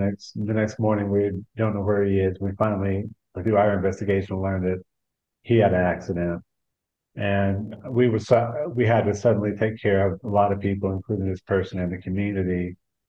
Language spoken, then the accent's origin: English; Texas, United States; Well, I grew up in Texas, hence the name.